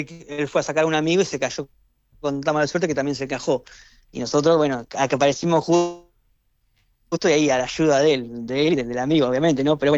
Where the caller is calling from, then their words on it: Mar del Plata, Buenos Aires Province, Argentina; De Mar del Plata.